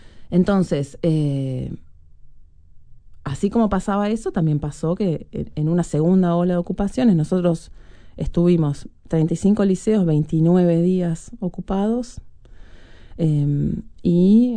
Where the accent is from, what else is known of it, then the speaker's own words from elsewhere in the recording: Montevideo, Uruguay; also born or lived in Buenos Aires; now in New York, United States; yo me mudé de Uruguay hace 16 años, antes no, de Buenos Aires a Nueva York, después, o sea, qué tipo... Hay miles de cosas que yo dejé en Montevideo